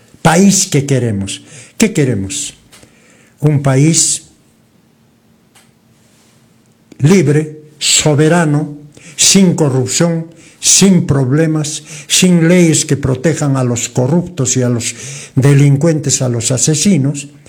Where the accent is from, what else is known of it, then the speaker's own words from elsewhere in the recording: Peru; los peruanos, los que amamos la patria